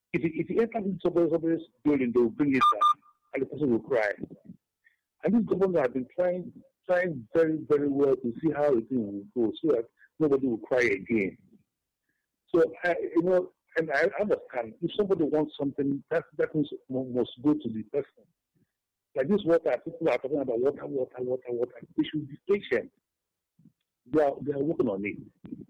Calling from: Enugu, Enugu State, Nigeria; I'm coming from Enugu.

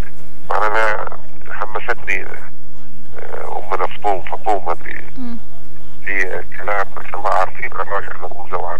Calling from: Yemen

